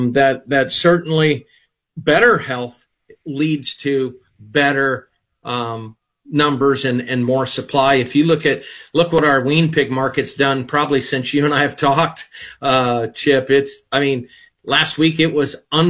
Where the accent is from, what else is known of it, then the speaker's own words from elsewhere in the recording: Iowa, United States; my hometown grocer here in Eastern Iowa.